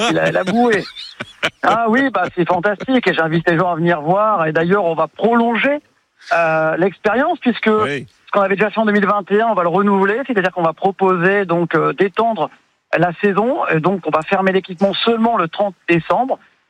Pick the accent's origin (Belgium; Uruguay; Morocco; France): France; Hauts-de-France; nous on est des Hauts-de-France